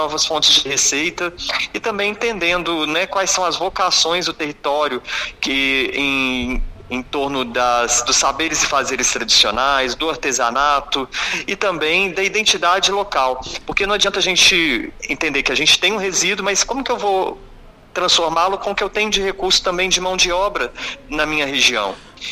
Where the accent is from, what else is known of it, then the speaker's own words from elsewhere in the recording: Belo Horizonte, Minas Gerais, Brazil; sou de Belo Horizonte